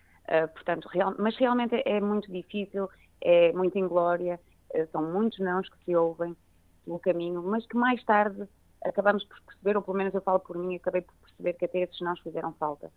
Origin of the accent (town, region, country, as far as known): Esposende, Norte, Portugal; born or raised there; also born or lived in Barcelos